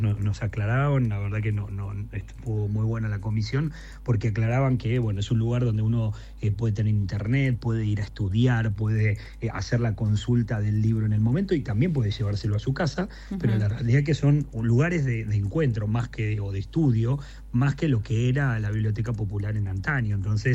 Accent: Río Grande, Tierra del Fuego, Argentina; los riograndenses no estamos tan acostumbrados al frío ushuaiense

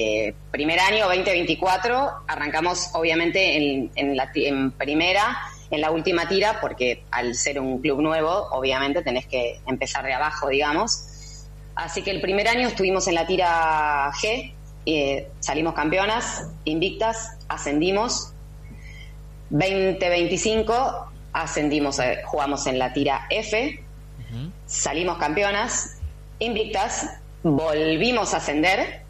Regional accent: Neuquén, Argentina; moved away as an adult; now in Buenos Aires, Argentina; yo jugué hasta los 18 en Neuquén, pues yo soy de Neuquén, vivía en Neuquén y me vine a estudiar a Buenos Aires, abogacía

